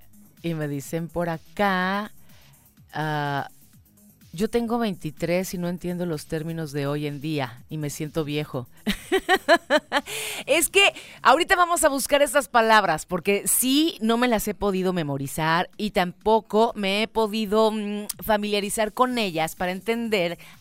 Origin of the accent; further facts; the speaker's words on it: Mexico; a mí me dio muchísimo gusto como mexicanos.